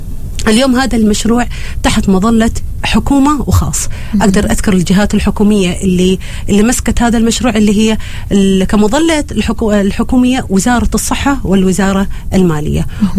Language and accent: Arabic; Oman; عندنا في عمان